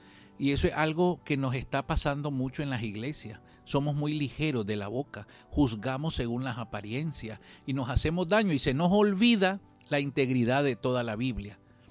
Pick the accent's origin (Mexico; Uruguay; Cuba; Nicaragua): Nicaragua; nosotros somos como nicaragüenses muy alegres, muy jocosos, muy bulliciosos.